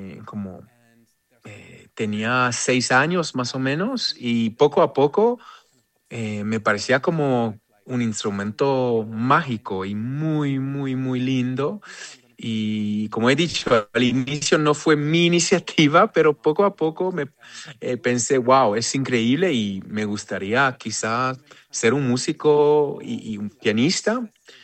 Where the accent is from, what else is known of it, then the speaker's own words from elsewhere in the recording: Israel; soy israelí.